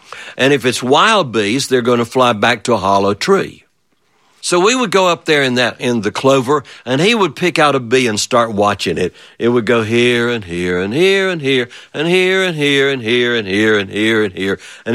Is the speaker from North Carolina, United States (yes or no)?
yes; North Carolina, United States; When I was a little boy, I grew up in the Smoky Mountains in North Carolina.